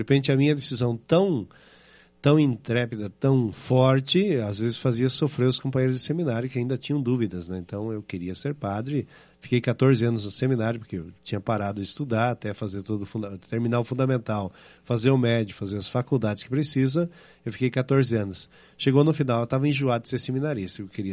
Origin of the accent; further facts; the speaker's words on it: Paraná, Brazil; born there; also born or lived in Getúlio Vargas, Rio Grande do Sul / Água Santa, Rio Grande do Sul / Erechim, Rio Grande do Sul; Então eu nasci em Getúlio Vargas, nós passamos ali um período em Itapejara, né, Água Santa, propriamente numa área indígena, chamavam área dos Bugre quando eu era criança, e depois também um pouquinho de tempo em Erechim, né, e ali vivi até o 5º ano da minha vida, depois nós migramos para o Paraná.